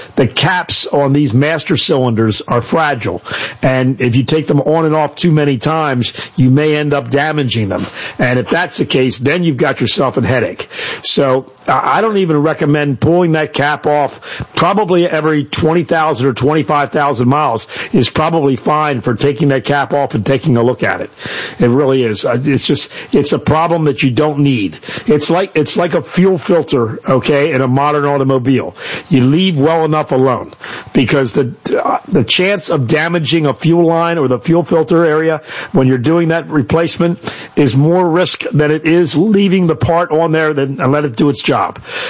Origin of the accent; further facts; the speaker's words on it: United States; born there; I'm thankful that I'm an American. I'm thankful that I was born here, and thankful that I have the freedom to live here.